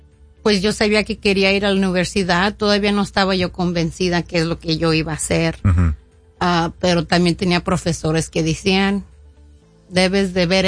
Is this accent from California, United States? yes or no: yes; California, United States; also born or lived in Hawaii / San Diego; yo quería estudiar junto al mar. Creciendo en el Valle Central